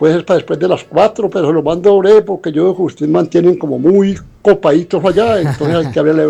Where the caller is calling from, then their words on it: Medellín, Antioquia, Colombia; Reporta de sintonía … aquí, la San Antonio de Prado, ¿verdad? El Salado.